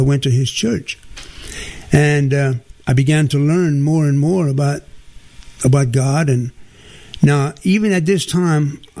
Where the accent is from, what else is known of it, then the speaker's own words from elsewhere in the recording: Marksville, Louisiana, United States; born there; I was born in Marksville, Louisiana. It's a small community where I went to a Christian school.